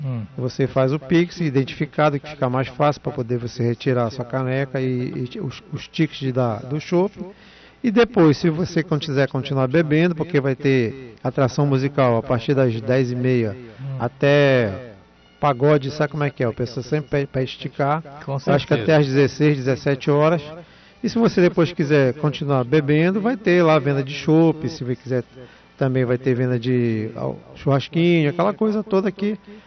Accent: Portugal; now in Brazil; Sou português.

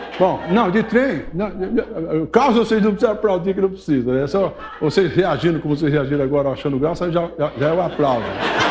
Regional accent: São Joaquim da Barra, São Paulo, Brazil; e o trem chegou em São Joaquim da Barra, que é a minha terra.

